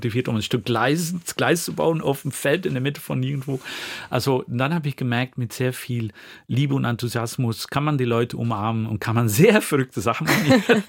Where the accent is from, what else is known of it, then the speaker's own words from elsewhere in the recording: Flanders, Belgium; moved away; wo ich aufgewachsen bin in Flandern damals